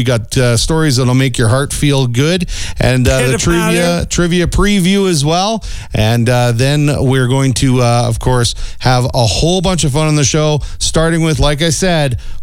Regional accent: Canada; Even though we're Canadian … is Canadian.

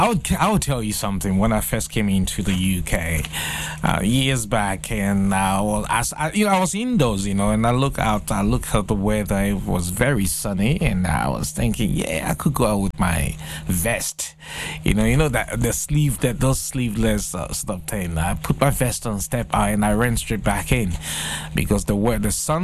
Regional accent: Liberia; Okay, I will tell you, I'm from Liberia, the Republic of Liberia in West Africa. That's where I'm from.

